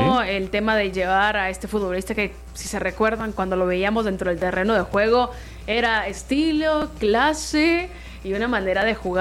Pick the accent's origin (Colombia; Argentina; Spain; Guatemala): Guatemala; Guatemala justo caiga 1-0 en ese partido contra Costa Rica, que era nuestro duelo directo, hablando como guatemalteca.